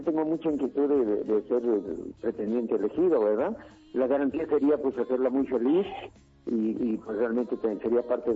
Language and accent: Spanish; Puebla, Mexico; Pero Gabriel Escamilla, que es mi paisano, yo soy de Puebla.